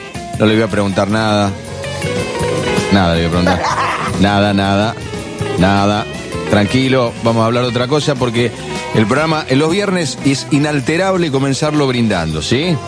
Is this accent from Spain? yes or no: no; Argentina; llegamos con la lengua afuera, somos argentinos. Si no llegamos con la lengua afuera, no somos argentinos.